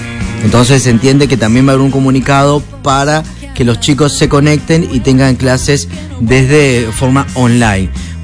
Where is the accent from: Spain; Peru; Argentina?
Argentina; Mendoza; Yo, como muchos mendocinos